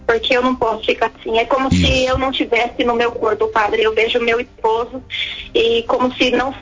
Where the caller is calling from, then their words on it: Paraná, Brazil; Eu sou do Paraná, padre.